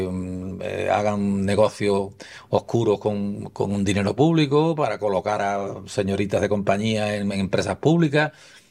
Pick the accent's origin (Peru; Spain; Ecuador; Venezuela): Spain; Yo soy una persona que como somos los españoles, que nos calentamos algunas veces